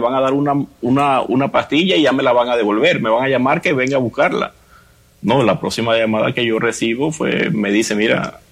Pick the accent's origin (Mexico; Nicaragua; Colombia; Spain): Colombia; La Guajira; now in Miami, United States; Somos de Colombia